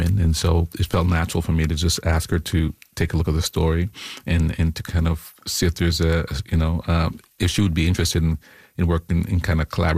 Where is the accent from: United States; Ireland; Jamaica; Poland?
Jamaica; born there; I mean, I was born in Jamaica, and so the idea of magic and reality operating on the same plane is not unusual for me.